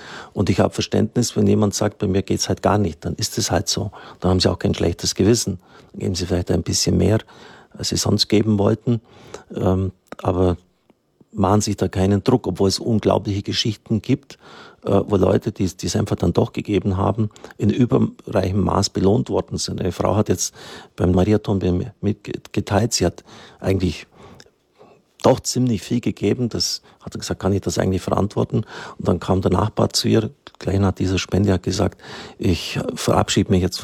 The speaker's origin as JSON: {"language": "German", "region": "Baden-Württemberg", "country": "Germany", "said": "ich bin ja auch ein Schwabe"}